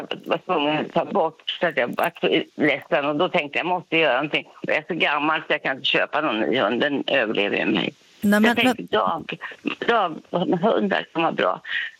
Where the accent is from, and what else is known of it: Hunnebostrand, Västra Götaland County, Sweden; now in Nora, Sweden